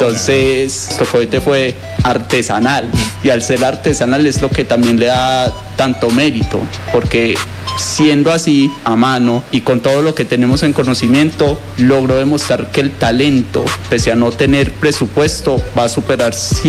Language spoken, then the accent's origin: Spanish; Colombia